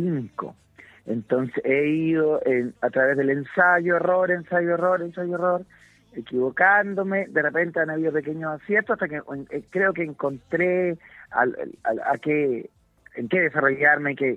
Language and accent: Spanish; Chile; accent: Chilean; el tonito también que dicen que tenemos los chilenos y que tengo yo